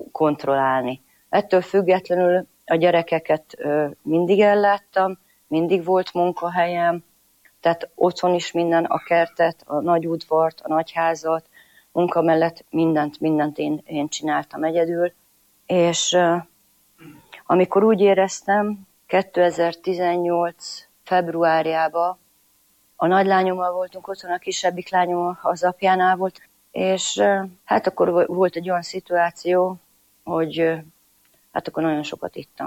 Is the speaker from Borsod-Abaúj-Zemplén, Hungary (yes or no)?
no; Szentpéterfa, Vas, Hungary; first language Croatian; Hungarian is a second language; Vas megyéből, egy horvát faluból származom, horvát az anyanyelvem. Szentpéterfa Szombathelytől egy olyan 25 kilométerre van. Egy teljesen normális katolikus családból származom.